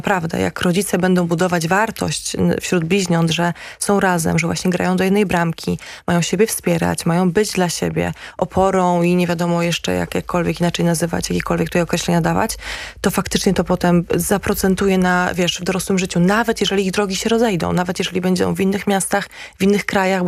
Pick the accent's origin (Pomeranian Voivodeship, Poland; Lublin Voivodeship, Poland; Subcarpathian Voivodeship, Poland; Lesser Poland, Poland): Pomeranian Voivodeship, Poland; Gdańsk; Ja w ogóle jestem z Gdańska